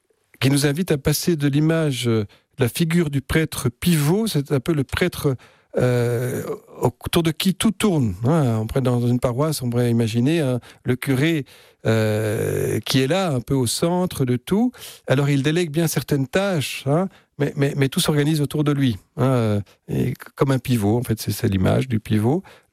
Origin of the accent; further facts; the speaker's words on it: Belgium; quand j'ai encore connu une société qui était très organisée chez nous en Belgique sur ces trois piliers